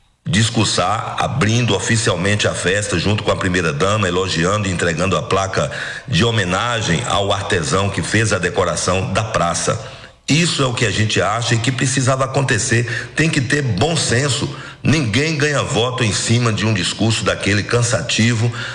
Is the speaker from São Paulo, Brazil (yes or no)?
no; Bahia, Brazil; nós estamos aqui como baianos querendo uma resposta.